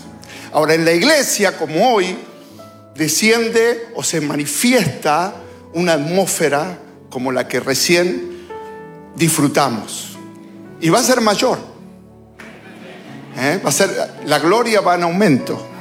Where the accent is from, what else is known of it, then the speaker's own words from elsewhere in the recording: Buenos Aires, Argentina; Me crié en la Capital Federal, así que yo nunca hice asado.